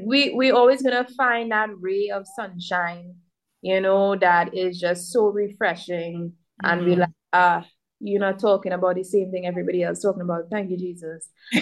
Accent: Trinidad & Tobago; I think growing up in the Caribbean and growing up in Trinidad and Tobago, I will always know what is soca and what is not soca.

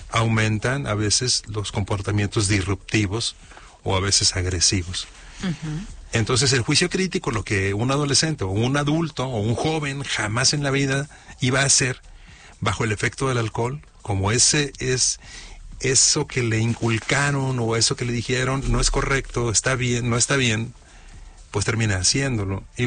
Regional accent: Mexico

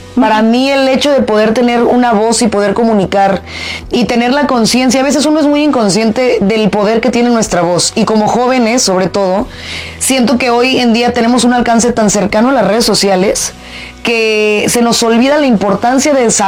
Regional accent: Celaya, Guanajuato, Mexico; born there; Yo nací en Celaya, Guanajuato. Ajá. Yo soy provinciana orgullosa y me encanta mi ciudad. Salí de ahí a los 18 años por necesidad

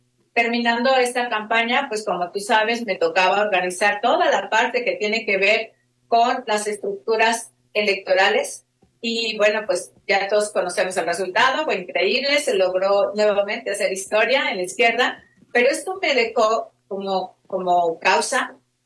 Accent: Guerrero, Mexico; así somos los guerrerenses

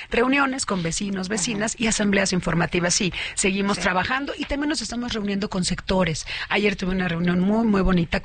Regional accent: Hermosillo, Sonora, Mexico; Yo soy de Hermosillo.

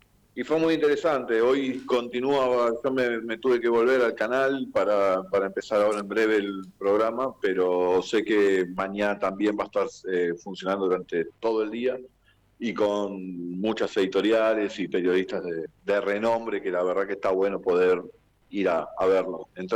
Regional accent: Argentina; el momento que estamos viviendo como argentinos.

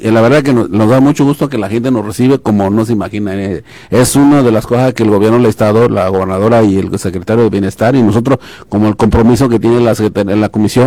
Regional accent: Oaxaca, Mexico; now in Sinaloa, Mexico

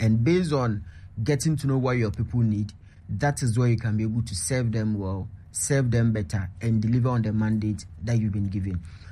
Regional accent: Kumasi, Ashanti, Ghana; born and raised in Kumasi, the Ashanti region. I come from Santase.

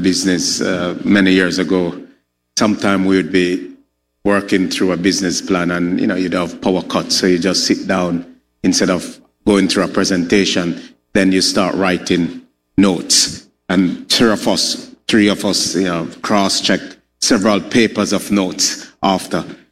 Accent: Jamaica; I'm coming from Jamaica.

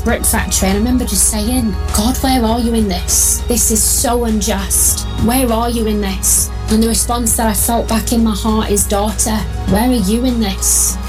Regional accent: England, United Kingdom; I'm from England, we don't get much sunshine.

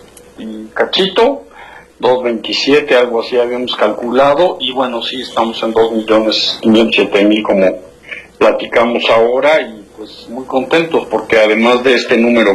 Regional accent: Mexico; es un muy buen ejemplo de lo que como país, como mexicanos, este, como iniciativa privada, junto con la mano del gobierno y las instancias, se puede hacer, ¿no?

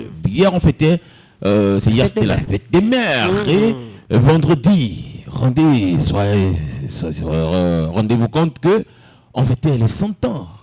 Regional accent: Paris, Île-de-France, France; Moi je suis Parisien.

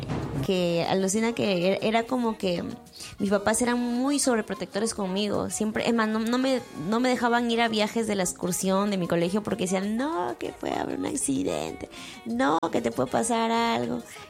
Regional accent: Pacasmayo, La Libertad, Peru; also born or lived in Callao; yo nací en Campanita, en Pacasmayo nací, y luego mi papá también tiene familia en el Callao. Entonces viví en el Callao pues hasta los 5 años

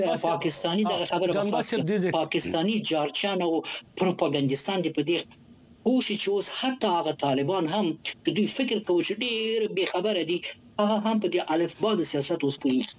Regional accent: Afghanistan; زه د افغانستان په فکر کې یم زه د افغانستان یو بچه یم

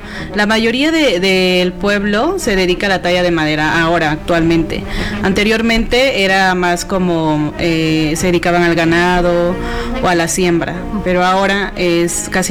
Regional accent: San Martín Tilcajete, Oaxaca, Mexico; soy de Valles Centrales, de San Martín.

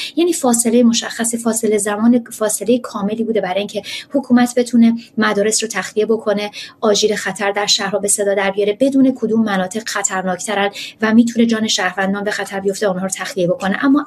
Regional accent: Iran; born or raised there

